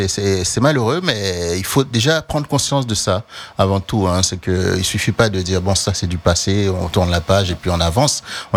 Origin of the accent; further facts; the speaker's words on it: Haiti; Moi, personnellement, en tant qu'Haïtien